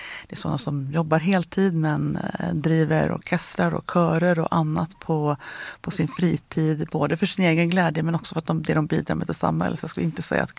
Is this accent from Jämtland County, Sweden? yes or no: yes; Frösön, Jämtland County, Sweden; Jag är ju från Frösön